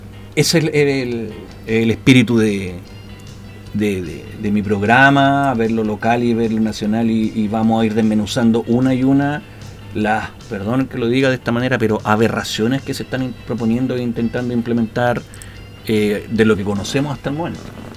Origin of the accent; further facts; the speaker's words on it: Chile; yo soy chileno